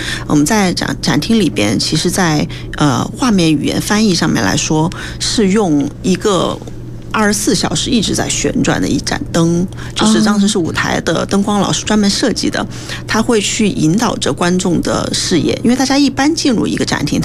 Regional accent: Yichang, Hubei, China; 我的家乡在三峡，在湖北宜昌，其实我们那边也有很多的就三线工厂

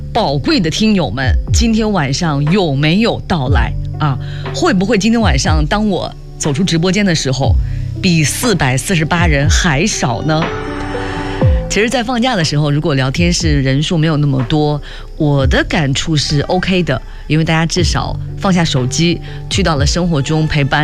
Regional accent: China; 因为对我们中国人而言，这是一生中最重要的日子。

